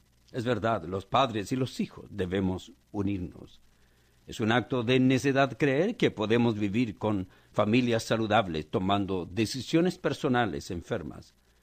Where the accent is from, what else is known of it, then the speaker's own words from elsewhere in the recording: Chile; en mi país, en Santiago, la capital de Chile.